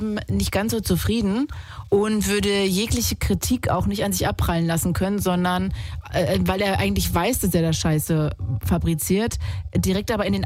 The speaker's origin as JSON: {"language": "German", "region": "East Germany", "country": "Germany", "said": "ich komme auch aus Ostdeutschland."}